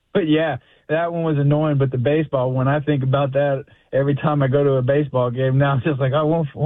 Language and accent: English; Texas, United States; But while I was there, and I'm from Texas, and I was just watching a friend play